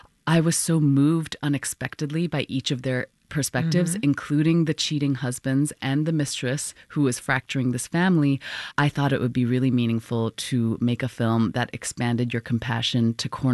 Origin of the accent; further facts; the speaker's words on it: Hong Kong; I grew up in Hong Kong